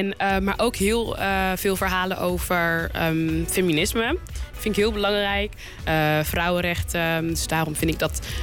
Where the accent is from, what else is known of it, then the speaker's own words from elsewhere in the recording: The Hague, South Holland, Netherlands; Ik kom natuurlijk zelf ook uit Den Haag.